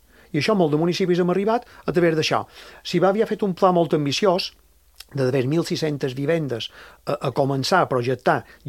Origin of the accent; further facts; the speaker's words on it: Maria de la Salut, Balearic Islands, Spain; justament Maria de la Salut, el meu poble, era el més barato d'escàs